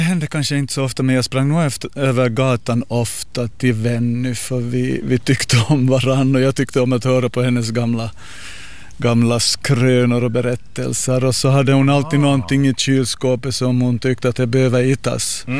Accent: Jakobstad, Ostrobothnia, Finland; jag är född i Jakobstad och gått i skola i Jakobstad, men alla somrar har jag tillbringat i Larsmo. Min pappa är hemma från Larsmo.

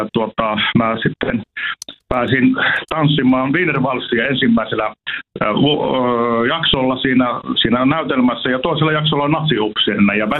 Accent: Mikkeli, South Savo, Finland; Mikkelistä, kun olen kotoisin

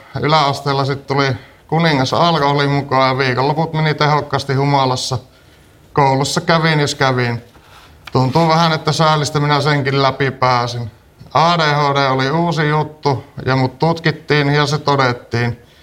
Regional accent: Kangasniemi, South Savo, Finland; now in Laukaa, Finland; ja olen 41-vuotias, kotoisin Kangasniemeltä ja opiskelen tällä hetkellä lähihoitajaksi. Laukaaseen muutin asumaan tukiasuntoon.

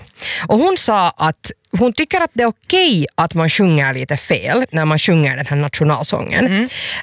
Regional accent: Finland; Jag kom på den bara på finska. Hej, men jättebra! Duktig du! Jag är så finsk.

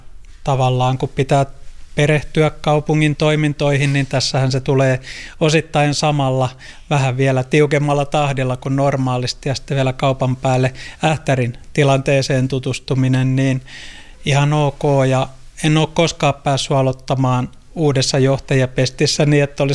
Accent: Alavus, South Ostrobothnia, Finland; moved away; olen Alavudelta kotoisin

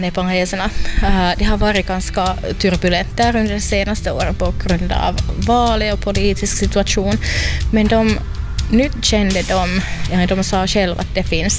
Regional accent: Finland; det blev lite sådär högkurs av olika saker som vi finländare ville sen köpa från henne.

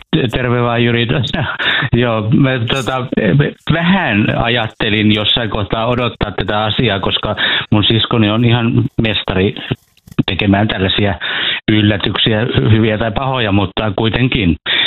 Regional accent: Turku, Southwest Finland, Finland; born there; moved away as an adult; also born or lived in Laukaa; now in Helsinki, Finland; Turkuun vei tie, ja sitten olin aika pitkään turkulainen, ja sitten nyt olin helsinkiläinen.

